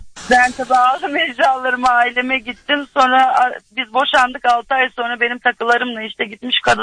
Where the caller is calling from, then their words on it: Ankara, Turkey; Ankara Dikmen.